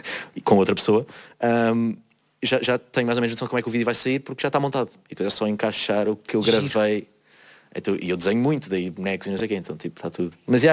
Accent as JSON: {"language": "Portuguese", "region": "Rio de Janeiro", "country": "Brazil", "said": "Eu sou …. E eu nasci no Rio de Janeiro."}